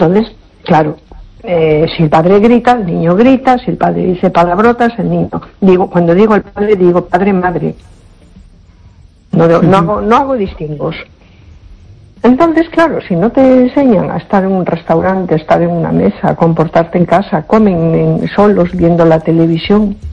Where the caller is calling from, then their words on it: A Coruña, Galicia, Spain; de Coruña.